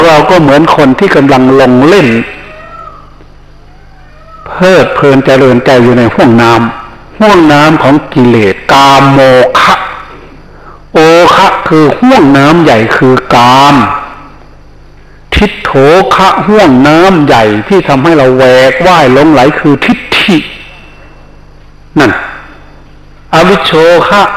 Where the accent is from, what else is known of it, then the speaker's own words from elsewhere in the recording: Isan, Thailand; อีสานบ้านเรานี่นะขอพูดภาษาลาวสักครั้งหนึ่ง